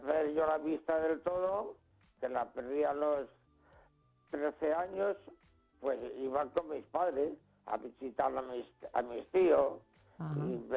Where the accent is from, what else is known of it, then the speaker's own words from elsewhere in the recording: Neda, Galicia, Spain; born there; Porque hemos vivido en Neda, donde nací, en la Vuelta del Pilón.